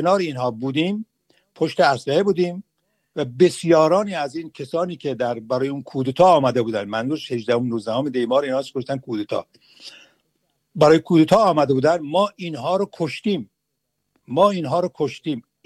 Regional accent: Iran; من امروز به عنوان یک ایرانی سپاسگزار هستم

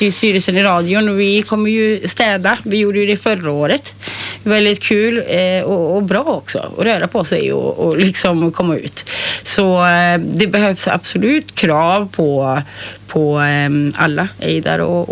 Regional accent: Västerås, Västmanland County, Sweden; jag är uppvuxen i Kronogården, på lördagar och söndagar så är det otroligt mycket sopor ute

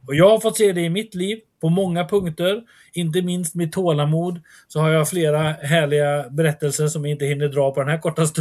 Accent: Sweden; Som vi svenskar ofta brukar säga rema.

